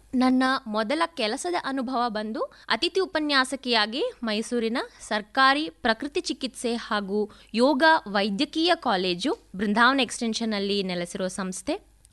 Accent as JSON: {"language": "Kannada", "town": "Mysuru", "region": "Karnataka", "country": "India", "tie": "born or raised there", "said": "ನನ್ನ ಊರು ಮೈಸೂರು."}